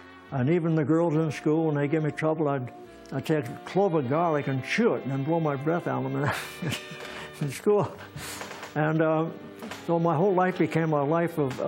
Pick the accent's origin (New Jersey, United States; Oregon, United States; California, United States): California, United States; Torrance; first language it; English is a second language; also born or lived in New York; I couldn't speak English, so I'm in kindergarten, and the only reason I got to the first grade is because I cheated.